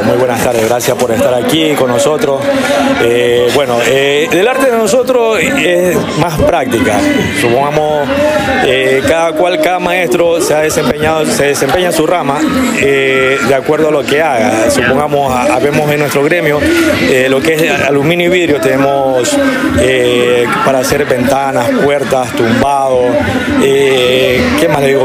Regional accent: Buena Fe, Los Ríos, Ecuador; yo soy de Buena Fe.

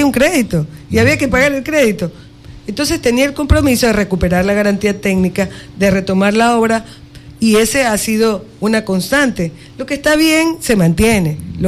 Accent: Buena Fe, Los Ríos, Ecuador

